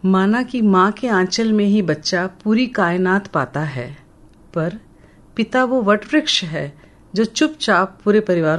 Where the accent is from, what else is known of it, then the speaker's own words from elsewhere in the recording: Sangaria, Rajasthan, India; born there; मैं संगरिया में पैदा हुई थी